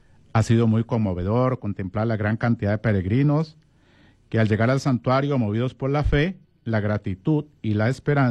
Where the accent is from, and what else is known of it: Costa Rica